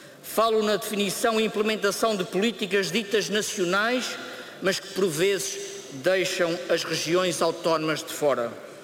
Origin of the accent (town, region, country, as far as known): Azores, Portugal